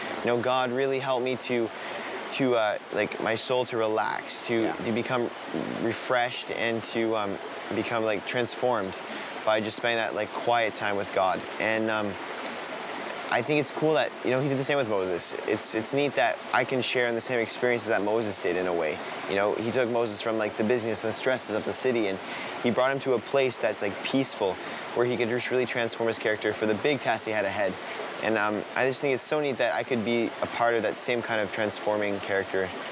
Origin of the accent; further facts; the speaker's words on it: Prince Edward Island, Canada; I grew up in Eastern Canada, you know, rambling around the woods and forests of Prince Edward Island